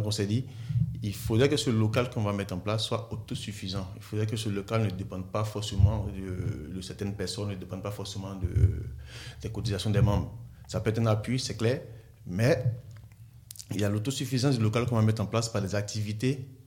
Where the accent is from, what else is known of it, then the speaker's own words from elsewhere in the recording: Côte d’Ivoire; now in Saint-Étienne, France; chez nous en Côte d'Ivoire.